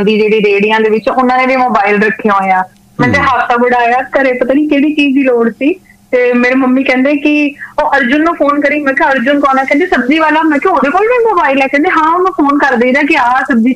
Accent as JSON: {"language": "Punjabi", "region": "Punjab", "country": "India", "tie": "born or raised there", "said": "ਪਿੰਡ ਵਿੱਚ ਪੜੀ ਆ ਮੈਂ, ਕਿਹੜਾ ਸ਼ਹਿਰ ਚ ਪੜੀ ਆ, ਮੇਰਾ ਪਿੰਡ ਵੀ ਤੁਹਾਡੇ ਨਵਾਂ ਸ਼ਹਿਰ ਦੇ ਕੋਲ ਹੀ ਸੀਗਾ"}